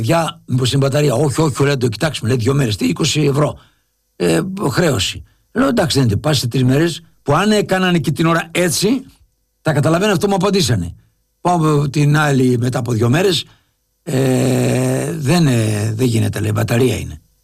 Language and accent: Greek; Lefkada, Ionian Islands, Greece; εγώ είμαι από Λευκάδα.